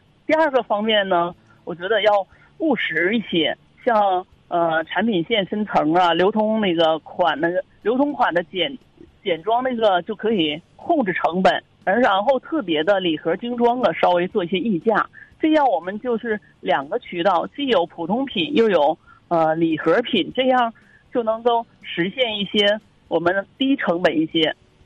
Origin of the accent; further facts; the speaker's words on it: Gongzhuling, Jilin, China; 我们公主岭